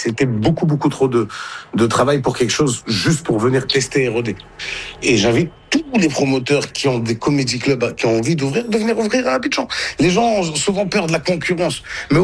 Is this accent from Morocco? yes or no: yes; Morocco; Nous on vient du Maroc à la base.